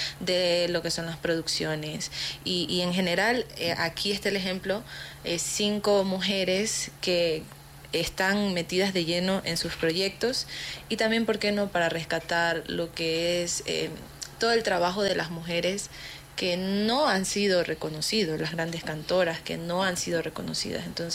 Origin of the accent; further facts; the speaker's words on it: Esmeraldas, Ecuador; yo no vengo de los Andes, a mí me toca subir. Y me tocó subir. Yo vengo de la provincia Verde, de la provincia de Esmeraldas.